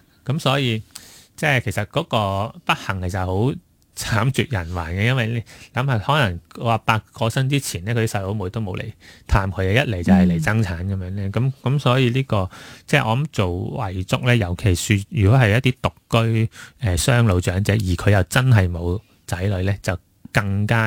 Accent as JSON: {"language": "Cantonese", "country": "Hong Kong", "said": "其實我哋香港人咧"}